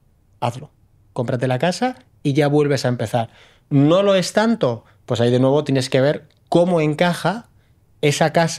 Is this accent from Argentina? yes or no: no; Bilbao, Basque Country, Spain; moved away as an adult; also born or lived in Madrid / Geneva / Curaçao; now in Zurich, Switzerland; yo soy de Bilbao, enseguida me fui a vivir a Madrid, luego me fui a Ginebra, luego me fui a Curazao, luego volví a Zúrich.